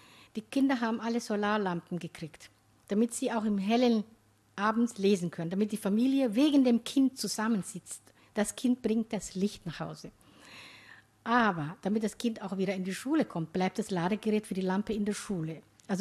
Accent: Somalia

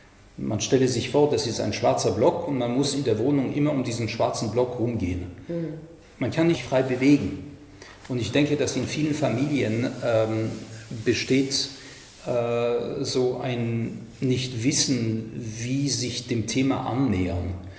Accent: France; German is a second language; Ich komme aus Frankreich. Mir ist es sehr wichtig. Nicht nur Deutschland hat ein Problem mit seiner Vergangenheit, sondern auch Frankreich.

